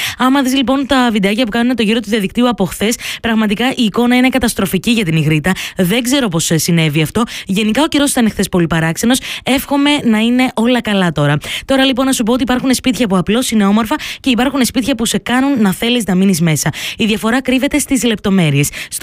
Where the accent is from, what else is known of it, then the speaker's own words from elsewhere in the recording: Serres, Central Macedonia, Greece; moved away; πάω λίγο εκεί πέρα στον τόπο μου, στις Σέρες και λίγο πιο συγκεκριμένα στην Ιγρίτα, αφού είμαι και από ένα χωριό εκεί πέρα κοντά.